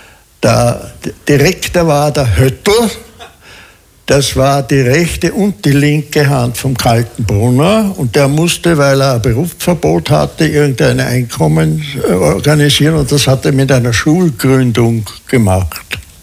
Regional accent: Hallstatt, Upper Austria, Austria; also born or lived in Vienna; Und so bin ich in Hallstatt aufgewachsen

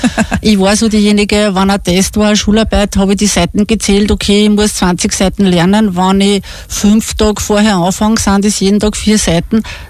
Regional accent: Obergrafendorf, Lower Austria, Austria; born there; bei uns war es ja so in Obergrafendorf, also man hat sich da dann im Ort getroffen.

